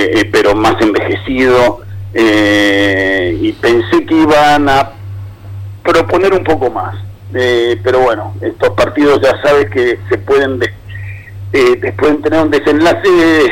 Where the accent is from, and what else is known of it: Argentina; moved away